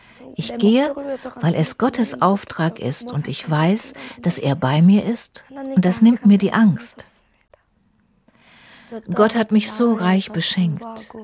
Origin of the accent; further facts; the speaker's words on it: North Korea; German is a second language; Meine ganze Haltung zu Nordkorea ist anders geworden. Früher konnte ich nur mit Widerwillen an mein Heimatland denken.